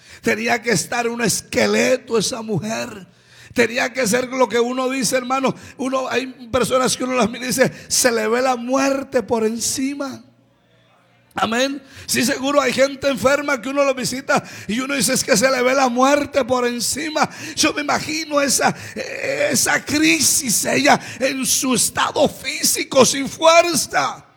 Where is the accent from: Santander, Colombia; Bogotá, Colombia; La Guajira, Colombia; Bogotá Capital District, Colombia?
Santander, Colombia; moved away; Yo no soy paisa, soy santandereano.